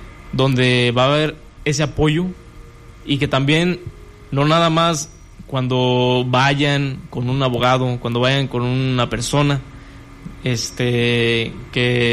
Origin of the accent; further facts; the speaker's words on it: Mexico; son derechos que nosotros tenemos como mexicanos